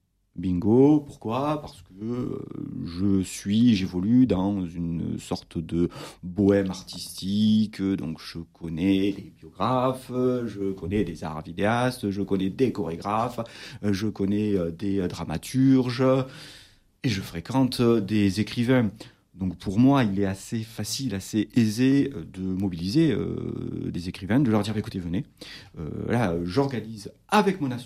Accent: Carcassonne, Occitanie, France; also born or lived in Toulouse; now in Miramas, France; chez moi, dans l'Aude, parce que je suis carcassonnais, je suis né à Carcassonne en tout cas, j'ai vécu à Toulouse, je ne sais pas si les auditeurs entendent ou reconnaissent l'accent.

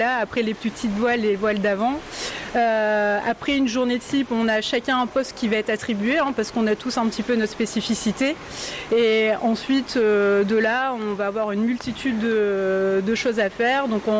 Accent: Hauts-de-France, France; parce qu'à la base, moi, je suis du Nord-Pas-de-Calais.

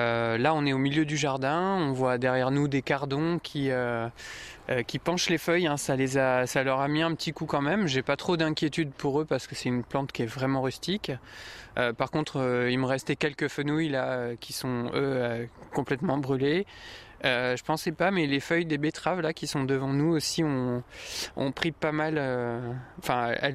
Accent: La Rochelle, Nouvelle-Aquitaine, France; born there; Alors, moi, je suis né à La Rochelle.

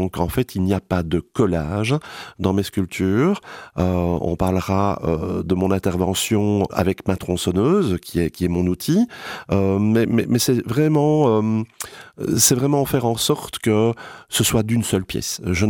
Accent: Belgium; Ici, chez nous en Belgique

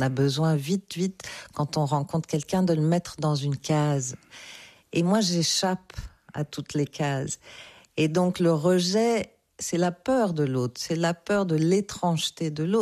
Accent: Tunisia; born there; je suis née en Tunisie aussi

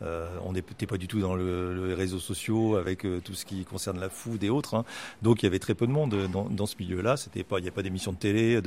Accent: Rennes, Brittany, France; moi, je suis né ici. Et puis, j'y ai passé toute mon enfance et mon adolescence. J'ai fait toutes mes études à la fac, à Rennes 2, en histoire.

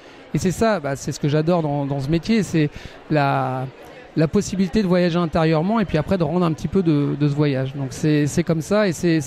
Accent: Brittany, France; Et puis le prix West, évidemment, ça résonne particulièrement parce que moi je suis breton.

